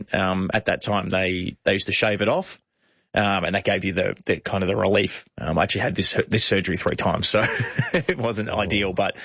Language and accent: English; Phillip Island, Victoria, Australia; now in Sydney, Australia; So we grew up near enough to each other. I'm from Phillip Island.